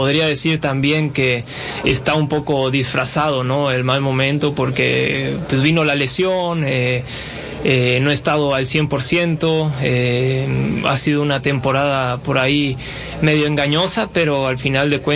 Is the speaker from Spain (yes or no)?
no; Mexico; A ver, somos mexicanos, somos familia